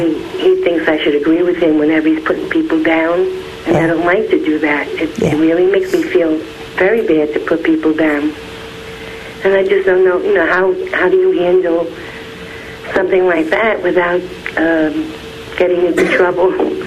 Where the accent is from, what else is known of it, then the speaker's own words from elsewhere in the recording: Florida, United States; I'm from Florida.